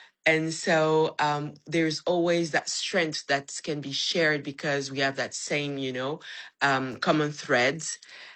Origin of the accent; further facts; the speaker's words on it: Gabon; moved away as an adult; also born or lived in Atlanta, United States; now in Republic of the Congo; I originated from there, but I didn't really live there. I grew up in Gabon.